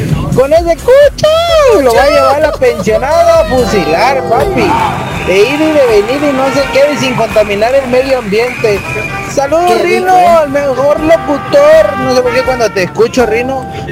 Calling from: Mexico; Como mexicano

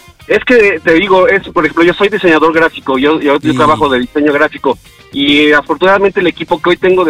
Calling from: Mexico City, Mexico; Aquí, de la Ciudad de México. De Coyoacán.

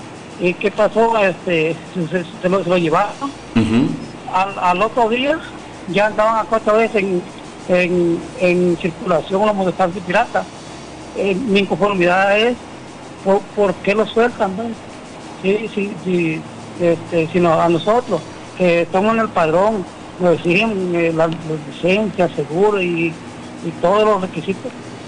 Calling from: Chiapas, Mexico; Soy mototaxista de Chipilas.

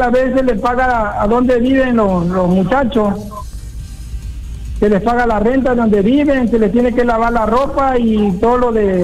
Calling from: Tabasco, Mexico; Aquí cerca de Villahermosa.

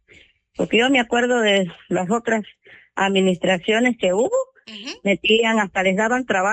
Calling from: Mapastepec, Chiapas, Mexico; Aquí de Mapastepec.

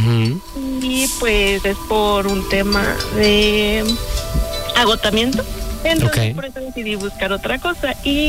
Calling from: Mexico City, Mexico; De la CDMX.

